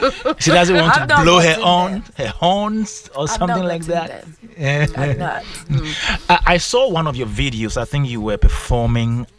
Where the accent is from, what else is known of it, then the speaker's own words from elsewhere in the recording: Koforidua, Eastern Region, Ghana; I'm from Koforidua too.